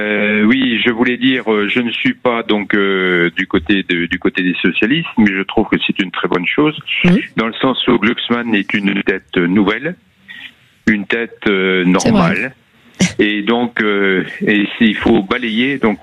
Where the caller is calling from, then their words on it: Toulouse, Occitanie, France; Donc j'appelle de Toulouse